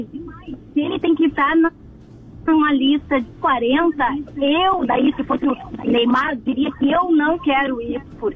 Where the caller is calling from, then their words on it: Porto Alegre, Rio Grande do Sul, Brazil; Tô falando de Porto Alegre.